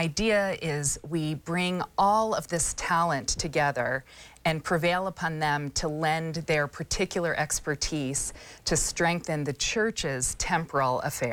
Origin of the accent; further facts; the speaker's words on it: Washington, District of Columbia, United States; I grew up in Washington, D.C.